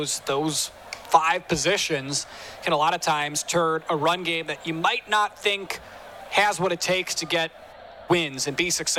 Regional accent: Chicago, Illinois, United States; At that time, believe it or not, I was, I grew up in Chicago.

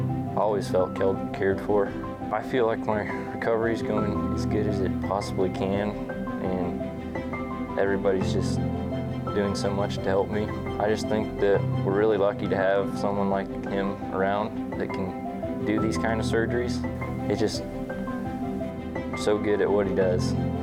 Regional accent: Page, Nebraska, United States; I'm from Page, Nebraska.

